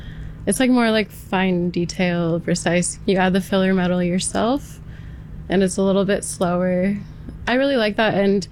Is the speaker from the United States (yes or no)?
yes; West Coast, United States; I'm not from here, so I had never experienced sexism before. I'm from the West Coast.